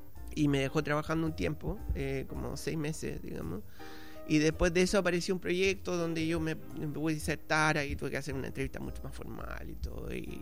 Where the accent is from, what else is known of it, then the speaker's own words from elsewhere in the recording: Peumo, O'Higgins, Chile; also born or lived in San Vicente de Tagua Tagua; yo soy oriundo de la ciudad de Peumo, en la región de O'Higgins. Estudié en San Vicente de Tahuatahua, en un colegio que se llama Colegio El Salvador.